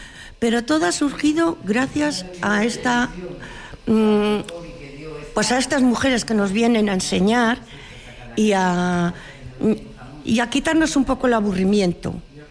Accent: Palacios de Campos, Castile and León, Spain; born there; now in Villanueva de San Mancio, Spain; soy de Villanueva de Salmancio. Bueno, nacida en Palacios de Campos y casada en Villanueva de Salmancio. Llevo 47 años aquí en este pueblo

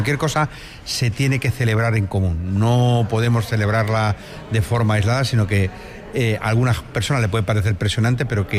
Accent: Casas del Castañar, Extremadura, Spain; Pues mi pueblo, Casas del Castañar, forma parte de la comarca del Valle del Jerte.

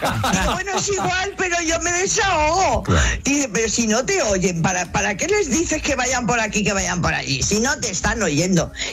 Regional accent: Madrid, Community of Madrid, Spain; now in Barcelona, Spain; Yo soy de Madrid. Yo vivo aquí en Barcelona hace muchísimos años, pero soy de Madrid y he nacido al lado del campo del Atlético de Mad

